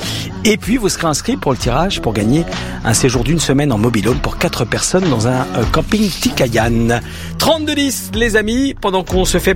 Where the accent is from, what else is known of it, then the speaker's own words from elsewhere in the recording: Spain; French is a second language; Temperature, oui, je suis espagnol, en dessous de 20 degrés, c'est formidable.